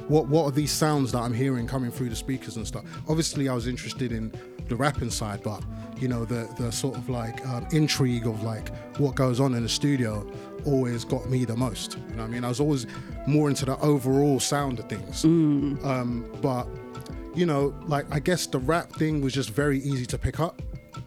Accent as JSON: {"language": "English", "region": "London", "country": "United Kingdom", "tie": "born or raised there", "said": "I grew up in Northwest London."}